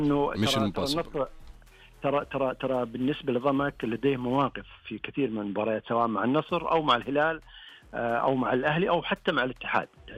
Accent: Saudi Arabia; كسعوديين وكرياضيين

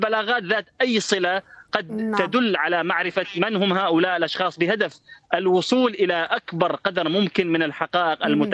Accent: Deir ez-Zor Governorate, Syria

